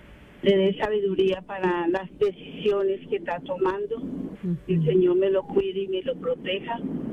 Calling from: Riverside, California, United States; Yo estoy en Riverside por la 1670.

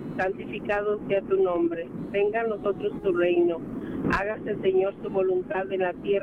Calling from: San Diego, California, United States

